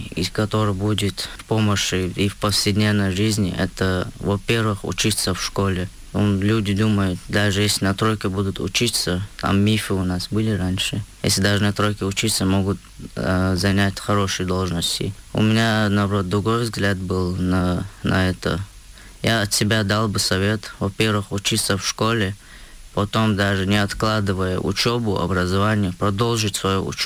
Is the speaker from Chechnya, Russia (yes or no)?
yes; Shuani, Chechnya, Russia; После завершения службы я приехал в родное село Шуани, Шуани называется.